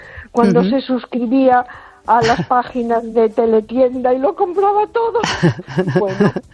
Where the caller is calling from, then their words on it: A Coruña, Galicia, Spain; Hola, buenas noches. Soy … de Coruña.